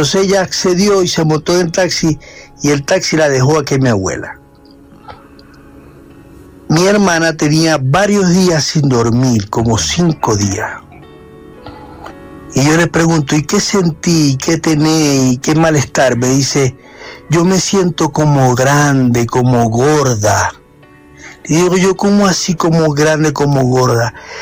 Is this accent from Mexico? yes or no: no; Venezuela; now in Soacha, Colombia; Hermano, mira, yo soy venezolano.